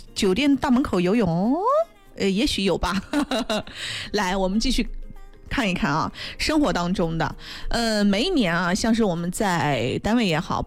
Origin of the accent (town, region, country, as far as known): Anhui, China